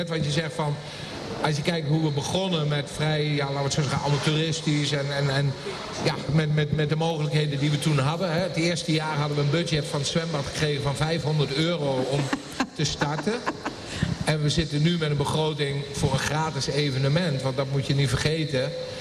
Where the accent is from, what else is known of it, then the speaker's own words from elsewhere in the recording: Doesburg, Gelderland, Netherlands; moved away as an adult; now in Vaassen, Netherlands; Ik kom uit Doesburg